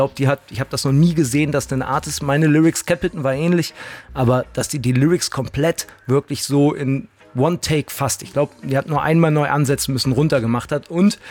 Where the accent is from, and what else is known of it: Cologne, North Rhine-Westphalia, Germany